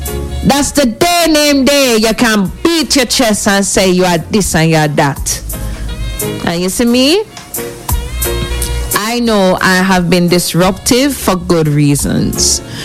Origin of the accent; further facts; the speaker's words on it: Jamaica; we are Jamaican